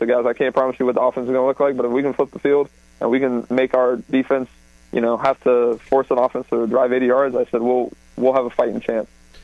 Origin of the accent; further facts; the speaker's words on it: Delray Beach, Florida, United States; that's, 2.5-3 hours away from where I grew up in Delray Beach.